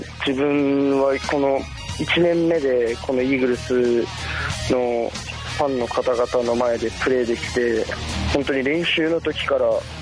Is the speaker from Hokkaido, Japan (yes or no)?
yes; Kushiro, Hokkaido, Japan; born there; moved away; 釧路で生まれたんですけど